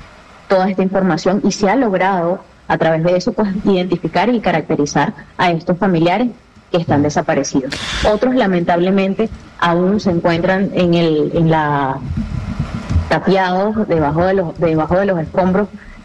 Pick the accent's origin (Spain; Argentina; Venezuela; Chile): Venezuela; Y la verdad es que si algo nos caracteriza a nosotros como venezolanos, es que en tiempos duros la solidaridad se expresa de distintas maneras.